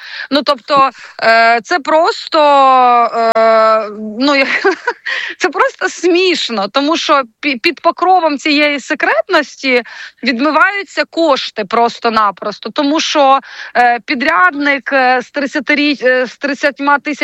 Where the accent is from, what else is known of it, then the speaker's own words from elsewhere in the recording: Kyiv, Ukraine; ми, кияни, містяни